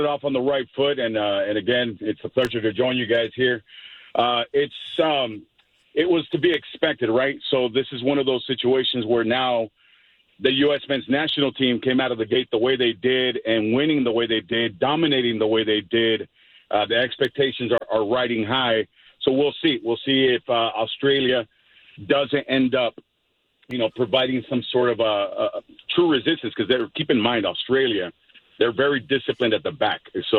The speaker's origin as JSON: {"language": "English", "town": "San Diego", "region": "California", "country": "United States", "tie": "born or raised there", "said": "my hometown teams"}